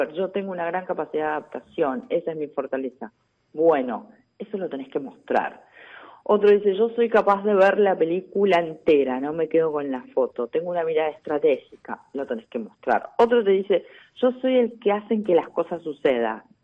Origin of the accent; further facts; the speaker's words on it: Argentina; Nosotros como argentinos sabemos, los que somos más grandes, tenemos una larga historia de reconversiones en la vida.